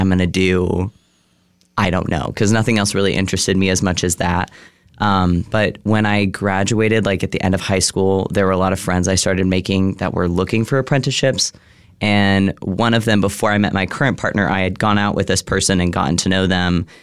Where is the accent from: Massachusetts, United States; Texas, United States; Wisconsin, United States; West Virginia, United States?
Texas, United States; Dallas; moved away as an adult; also born or lived in Austin; Well, I was born in Dallas and I lived there up until I graduated high school and then I immediately moved to Austin.